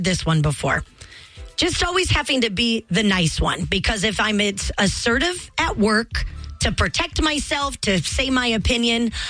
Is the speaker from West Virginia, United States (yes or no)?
no; Montana, United States; also born or lived in Minneapolis; But, oh, my dad was always so worried because, you know, we're from Montana and it's safe.